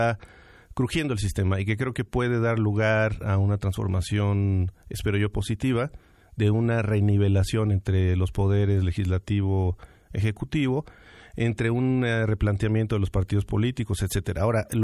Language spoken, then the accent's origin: Spanish; Mexico; como mexicanos que bien sabemos nuestra historia y bien conocemos nuestra historia desde la primaria